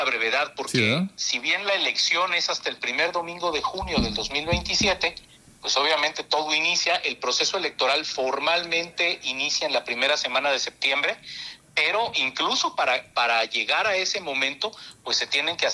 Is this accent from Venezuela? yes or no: no; Mexico; y al igual que todos los mexicanos, estoy muy ilusionado de que podamos tener un mundial histórico.